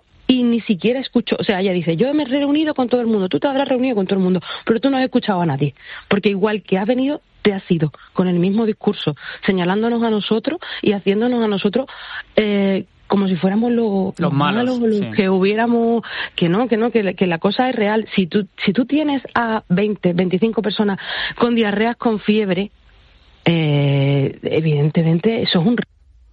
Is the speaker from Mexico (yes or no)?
no; Spain; O sea, nosotros sabemos que somos españoles y el resto de España también, ¿vale?